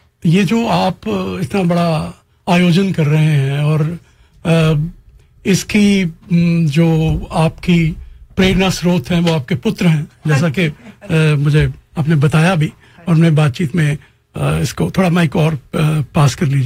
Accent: Amritsar, Punjab, India; now in Calgary, Canada; क्योंकि मैं कश्मीर से आता हूँ, मैं Kashmiri for that way, but born and brought up in Amritsar, तो मेरे में अमृतसर का वो जोश है

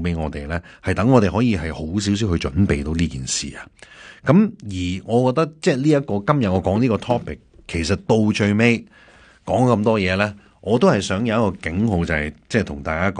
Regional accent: China; 我哋中国人咁

